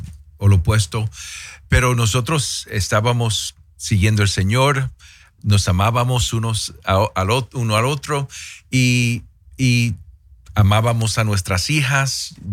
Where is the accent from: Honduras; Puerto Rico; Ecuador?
Puerto Rico; yo soy puertorriqueño